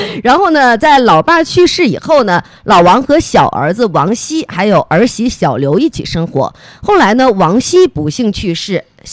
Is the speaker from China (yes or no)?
yes; Northeast China, China